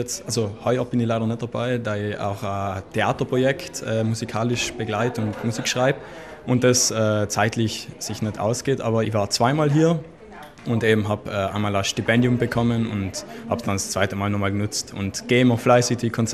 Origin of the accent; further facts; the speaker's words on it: Trentino-Alto Adige, Italy; moved away as an adult; now in Innsbruck, Austria; ich werde 21 Jahre am 19. Juli. Ich komme ursprünglich aus Diesens und studiere gerade in Innsbruck